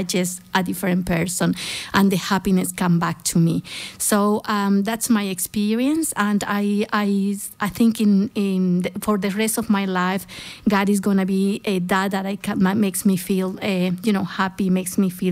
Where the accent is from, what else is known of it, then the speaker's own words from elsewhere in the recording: Santa Cruz de la Sierra, Santa Cruz, Bolivia; now in Australia; I'm from Santa Cruz, Bolivia, very far from Australia.